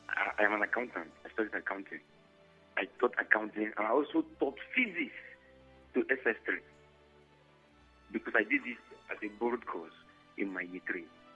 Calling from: Nigeria

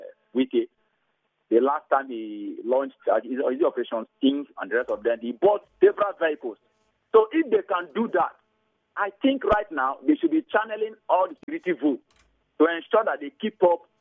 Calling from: Port Harcourt, Rivers, Nigeria; I'm calling you from Port Harcourt.

